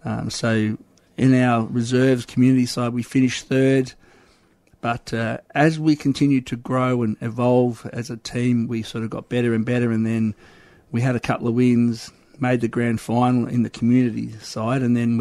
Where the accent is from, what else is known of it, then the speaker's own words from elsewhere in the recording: Ballarat, Victoria, Australia; growing up in country Victoria, I grew up in Ballarat. Mum and Dad are still there